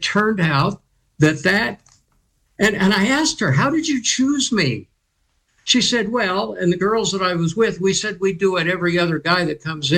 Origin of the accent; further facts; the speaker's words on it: Salt Lake City, Utah, United States; Well, I'm from Salt Lake City, Utah. I was the oldest child of five.